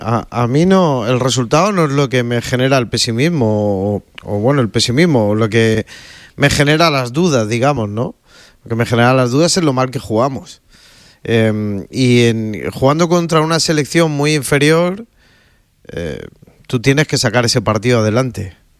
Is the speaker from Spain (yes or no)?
yes; Spain; ¿Que somos menos españoles o menos de la selección por decir las verdades?